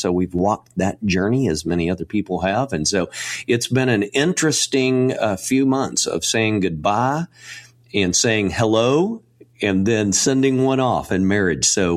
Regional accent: Texas, United States; Well, born and raised in North Texas. I don't know why they call it North Texas. It's the Dallas-Fort Worth area.

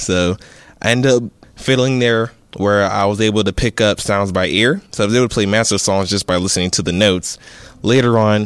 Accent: Pittsburgh, Pennsylvania, United States; born there; I am 18 years old and I'm a senior at Westinghouse High School. So I was born here in Pittsburgh, March 3rd, 1998.

